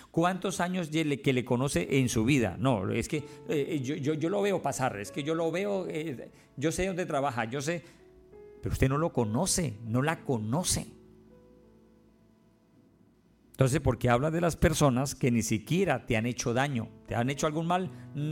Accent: Colombia; Esta es mi tierra, yo soy de aquí, yo nací aquí

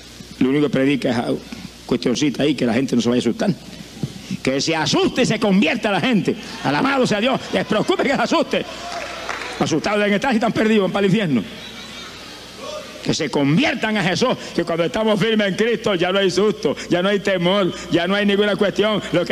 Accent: Camuy, Puerto Rico; Yo viví 35 años perdido en mi pueblo de Camuy.

